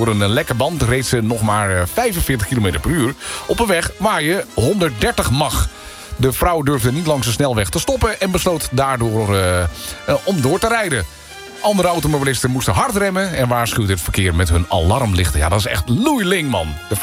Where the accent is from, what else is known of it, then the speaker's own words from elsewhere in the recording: Friesland, Netherlands; Ja, ik blijf een Fries.